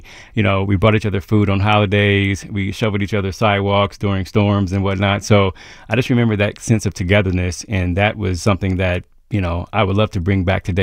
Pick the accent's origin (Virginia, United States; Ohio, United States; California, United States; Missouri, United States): Ohio, United States; Columbus; I'm from Columbus's East Side. I guess they call it now the King Lincoln District, or Bronzeville, as it was called back in the day.